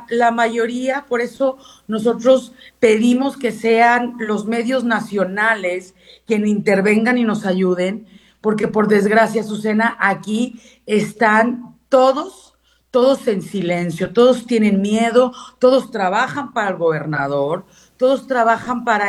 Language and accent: Spanish; San Luis Potosí, Mexico; si tú, por ejemplo, yo soy potosina y tú criticas al gobierno de Ricardo Gallardo y a mí se me ocurre como potosina compartirte